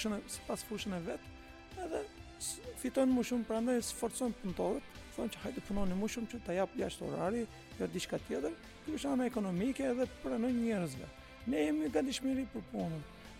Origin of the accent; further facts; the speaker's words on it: Istanbul, Turkey; Un jam nga Stambulli, edhe kemi njohim nga Turqia